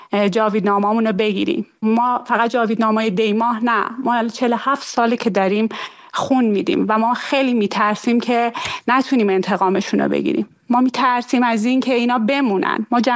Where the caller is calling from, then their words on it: Iran; ما ایرانی ها